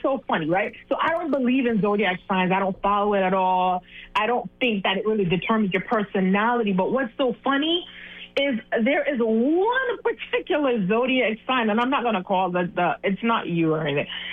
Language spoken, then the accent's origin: English; Garfield, Jamaica; I am from Jamaica.